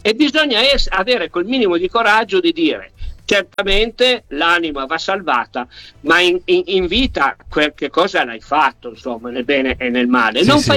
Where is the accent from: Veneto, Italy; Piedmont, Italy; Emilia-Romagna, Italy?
Piedmont, Italy; Turin; io sono di Torino